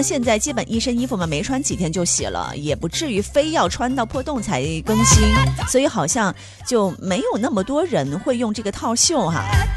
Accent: Guiyang, Guizhou, China; 因为我的家乡是在贵州贵阳，然后冬天的话还是有点冷啊，虽然比不上东北那边，

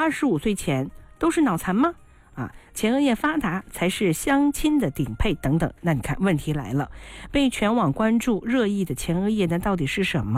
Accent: Northeast China, China; 这个脑门大这个我们东北人叫奔的头

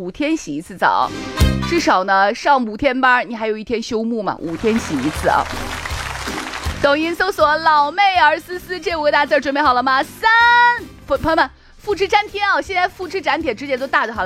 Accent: Shaanxi, China; accent: Shaanxi dialect; 我们陕西话叫跳蚤

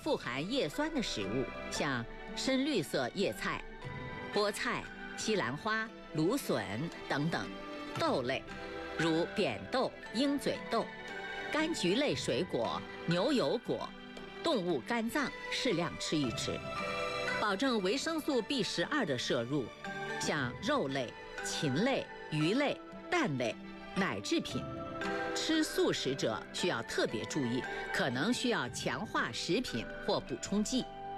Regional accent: China; 这在亚洲人群包括我们中国人当中相对常见

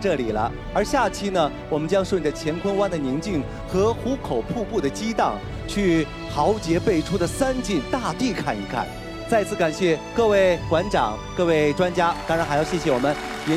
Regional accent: China; 我们中国人

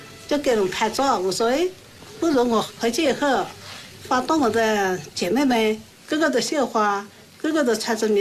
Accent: Kaili, Guizhou, China; born there

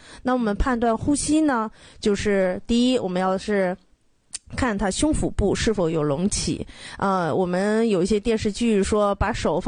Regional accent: Dalian, Liaoning, China; 就咱们大连话叫心口窝了。

